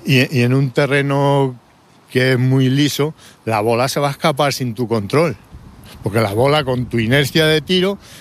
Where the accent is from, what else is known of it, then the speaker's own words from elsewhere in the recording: El Arenal, Castile and León, Spain; En los años 50, me emociono, mi pueblo emigró a Francia.